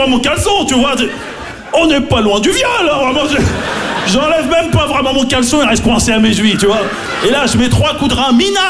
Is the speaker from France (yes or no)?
yes; Maisons-Alfort, Île-de-France, France; parce que j'ai grandi à Maison Alpha, en plus, tu vois, dans le 9-4.